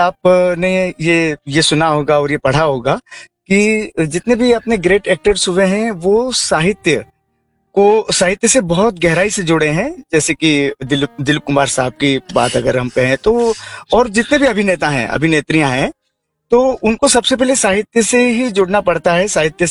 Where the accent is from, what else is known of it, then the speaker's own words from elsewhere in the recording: Ujjain, Madhya Pradesh, India; moved away as an adult; now in Bhopal, India; मूलतः मैं उज्जैन मध्य प्रदेश का रहने वाला हूँ, लेकिन 2007 से मैं लगातार भोपाल में रहता हूँ